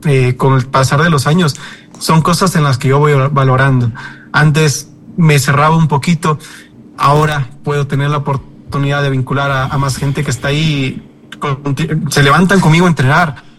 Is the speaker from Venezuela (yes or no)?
no; Ecuador